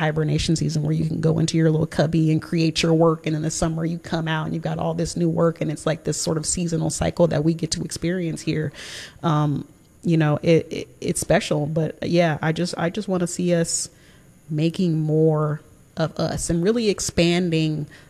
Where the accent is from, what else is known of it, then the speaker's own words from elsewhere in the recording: Seattle, Washington, United States; I'm from Seattle.